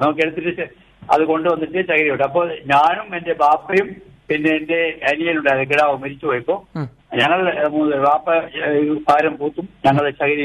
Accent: Amini, Lakshadweep, India; born there; ഞാൻ കല്ലക്കിയക്കല്ല് പുറാക്കര എന്നുള്ള ശേരിയില് കല്ലക്കിയക്കൽ എന്ന വീട്ടിലാണ് ഞാൻ ജനിച്ചത്.

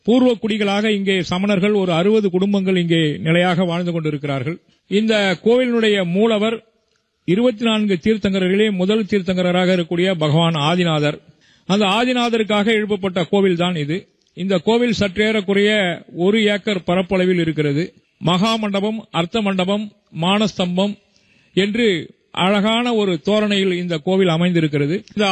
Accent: Vilukkam, Tamil Nadu, India; நான் இந்த விழுக்கம் கிராமத்தை சேர்ந்தவன்.

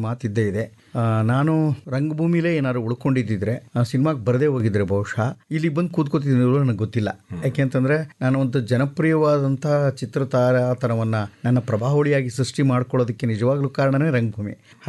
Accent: Nagamangala, Karnataka, India; also born or lived in Mandya; ನಾಗಮಂಗಲ, ಬೆಳ್ಳೂರು ನನ್ನ ಹೆಚ್ಚು ಸುತ್ತಾಟದ ಜಾಗ, ಬಿ ಎಂ ಶ್ರೀಯವರ ಬೆಳ್ಳೂರು ಮತ್ತು ನಾಗಮಂಗಲ ಭಾಳ ಅದ್ಭುತವಾದ ಜಾಗ. ಅಲ್ಲಿಯ ಗ್ರಾಮೀಣ ಪ್ರದೇಶದಲ್ಲಿ ಬೆಳೆದಿದ್ದರಿಂದ

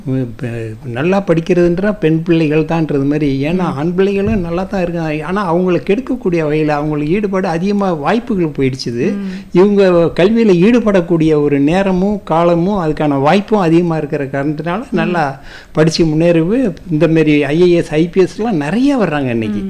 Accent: Karaikal, Puducherry, India; born there; நான் 1952 பிறந்தேன். 1952 முதியோர்களை கேட்டால் தெரியும், ஒரு மிகப்பெரிய புயல் அடிச்சு காரைக்காலை புரட்டி போட்டுடுச்சு.

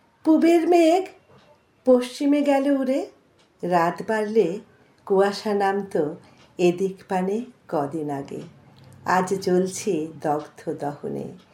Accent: Jalpaiguri, West Bengal, India; moved away; আমাদের বাড়ি ছিল জলপাইগুড়িতে, ওখানে আমার বাবা রেলে কাজ করতেন, আসামে ছিলেন, কিন্তু আমাদের বাড়ি হচ্ছে জলপাইগুড়িতে। এখন তো আর নেই, বাবা মাও নেই।

